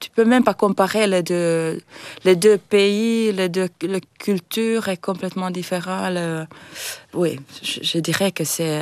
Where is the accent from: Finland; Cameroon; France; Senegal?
Finland; accent: du Nord; French is a second language; moved away as an adult; now in Brussels, Belgium; je reste très connectée avec mon pays. Je suis très fière d'être de la Finlande